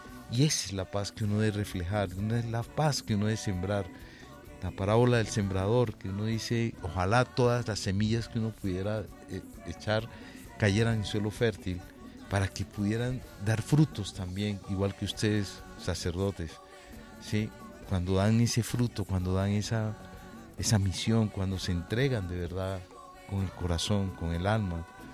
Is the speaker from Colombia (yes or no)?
yes; Caribbean coast, Colombia; Nosotros en la costa nos saludamos a primo, en mi tierra.